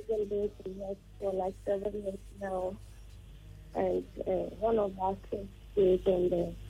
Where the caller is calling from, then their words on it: Teshie, Greater Accra, Ghana; I'm calling from Teshi.